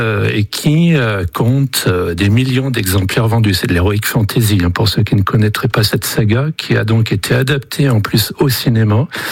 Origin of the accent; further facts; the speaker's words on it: Limoges, Nouvelle-Aquitaine, France; born there; moi je suis né à Limoges